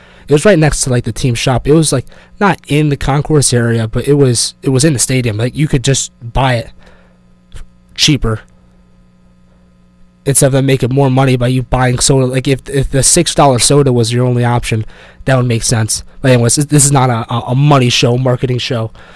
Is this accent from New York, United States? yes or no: yes; Long Island, Suffolk County, New York, United States; moved away as an adult; now in Queensbury, United States; I'm from Long Island, Suffolk County.